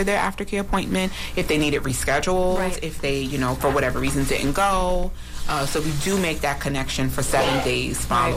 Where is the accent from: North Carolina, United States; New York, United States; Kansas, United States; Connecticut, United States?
New York, United States; Brooklyn; you know, I'm from Brooklyn.